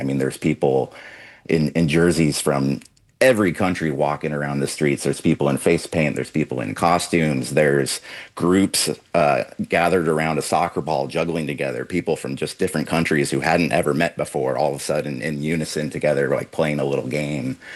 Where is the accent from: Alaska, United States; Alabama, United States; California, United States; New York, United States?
Alaska, United States; now in Portland, United States; I grew up in Alaska. We didn't have a whole lot of soccer in Alaska.